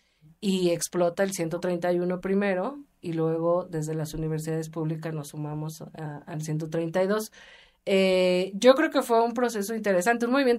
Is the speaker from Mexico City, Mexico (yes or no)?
yes; Mexico City, Mexico; la Agrícola Oriental, que es de donde yo soy, en Iztacalco